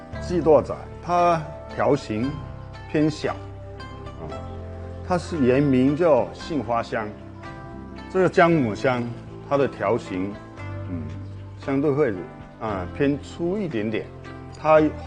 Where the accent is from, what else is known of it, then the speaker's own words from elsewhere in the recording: Chaonan, Guangdong, China; 像我们老家是潮南那边的，我也会经常到升平区那里几个仓库啊那里去找茶。